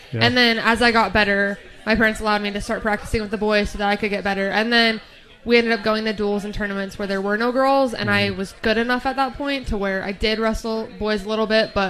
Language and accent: English; Idaho, United States; moved away as an adult; now in West Virginia, United States; So I'm originally from Idaho